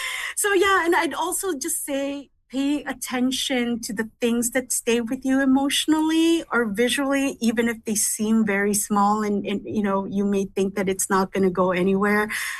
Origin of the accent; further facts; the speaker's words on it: Manitoba, Canada; also born or lived in Philippines; all of those experiences starting from the Philippines and growing up in Manitoba, I just really became very attuned to those small details and patterns in the environment.